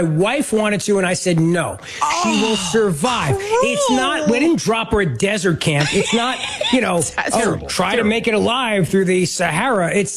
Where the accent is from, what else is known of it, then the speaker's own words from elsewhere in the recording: New Jersey, United States; Look, I grew up in North Jersey, not South Jersey. I happen to live in South Jersey now, but I grew up in North.